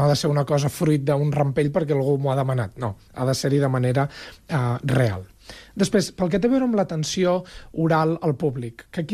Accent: Catalonia, Spain; dins de Catalunya, com a residents, com a ciutadans catalans

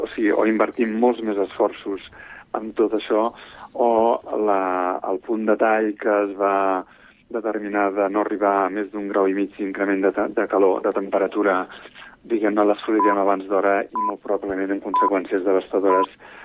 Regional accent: Sant Cugat del Vallès, Catalonia, Spain; born or raised there

